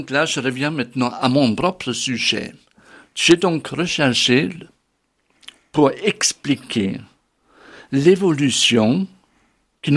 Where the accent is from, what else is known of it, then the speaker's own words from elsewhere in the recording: Bavaria, Germany; born there; accent: Bavarian; French is a second language; moved away; je suis d'origine bavaroise, ce qui explique aussi mon accent